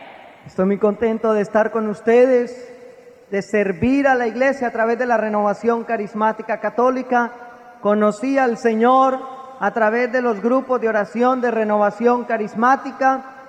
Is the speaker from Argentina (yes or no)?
no; Medellín, Antioquia, Colombia; moved away; Vengo de la ciudad donde está el cartel de Medellín